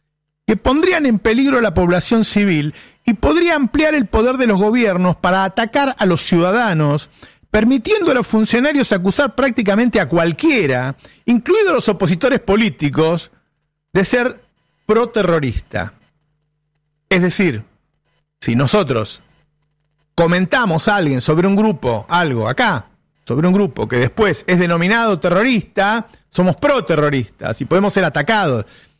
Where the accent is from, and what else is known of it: Argentina